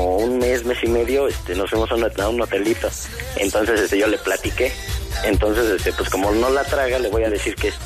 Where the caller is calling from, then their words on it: Mexico City, Mexico; estoy aquí en La Lagunilla.